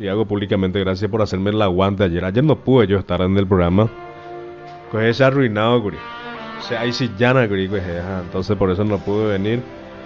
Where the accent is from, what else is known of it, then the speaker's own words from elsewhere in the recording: Paraguay; somos nosotros los paraguayos